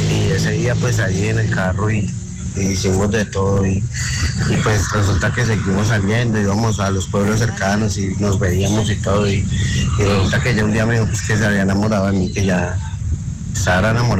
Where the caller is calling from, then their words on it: Ibagué, Tolima, Colombia; Yo soy de la ciudad de Ibagué.